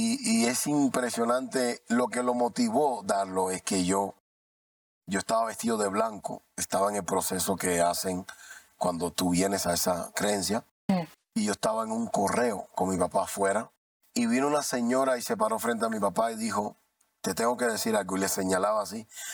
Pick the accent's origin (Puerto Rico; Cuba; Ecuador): Cuba; moved away; el país de donde yo soy, que es Cuba